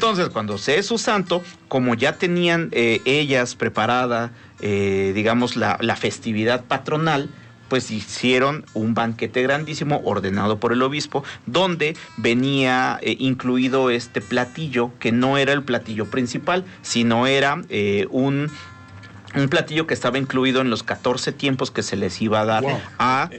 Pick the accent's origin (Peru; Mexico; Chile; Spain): Mexico; para nosotros como mexicanos